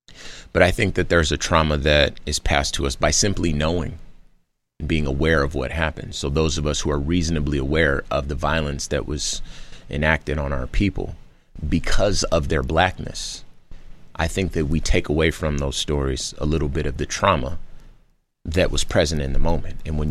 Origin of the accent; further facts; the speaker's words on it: Compton, California, United States; It was some positivity in the neighborhood that I grew up in Compton, California.